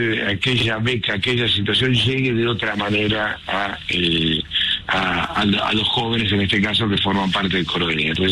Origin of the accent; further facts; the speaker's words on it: Argentina; este gigante que somos los argentinos en nuestro país